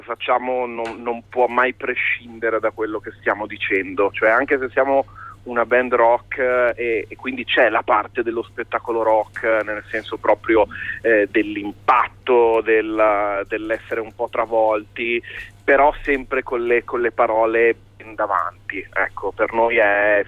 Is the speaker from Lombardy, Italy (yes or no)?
yes; Milan, Lombardy, Italy; also born or lived in Genoa; te lo dico da milanese, tra l'altro, da nato e cresciuto a Milano